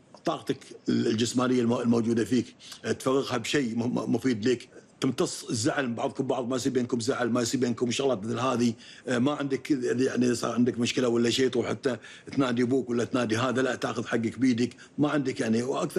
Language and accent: Arabic; Kuwait